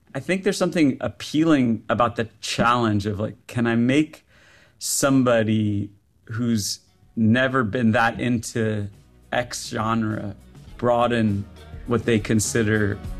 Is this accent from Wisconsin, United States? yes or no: no; Washington, District of Columbia, United States; born there; I was born in America. And actually, I was born in Washington, D.C., probably not far from where you guys are.